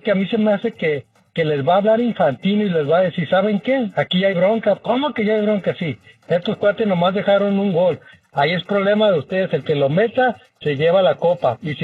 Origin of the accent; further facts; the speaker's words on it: Mexico; Y como mexicano se los digo, lo que vivió México en el Mundial solo es parte de una mentira más